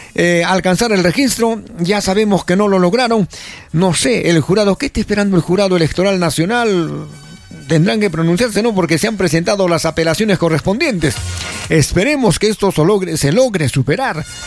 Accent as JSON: {"language": "Spanish", "region": "Arequipa", "country": "Peru", "said": "nosotros como arequipeños"}